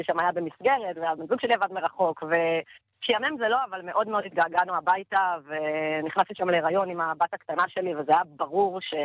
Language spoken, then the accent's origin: Hebrew; Beit Arye, West Bank, Palestine; באנו לבקר את ההורים שלי בבית אריה. כאן גדלתי, כן